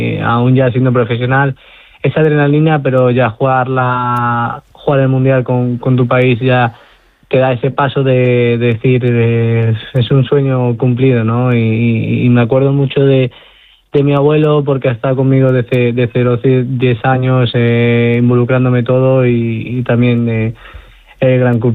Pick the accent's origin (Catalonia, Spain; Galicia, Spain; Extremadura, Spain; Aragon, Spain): Extremadura, Spain; para mí como extremeño es un orgullo